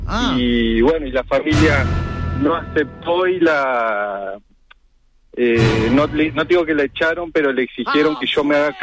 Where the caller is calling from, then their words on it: Montevideo, Uruguay; En Montevideo, ahora estoy justo en la calle Garzón.